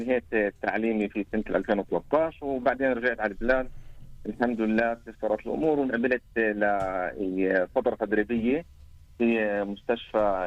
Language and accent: Arabic; Shefa-Amr, Northern District, Israel; من مواليد بلد شفا عمر. نشأت بشفا عمر وتعلمت بالبداية بالمدارس بشفا عمر، وبعدين توجهت للكلية الأرثوذكسية بحيفا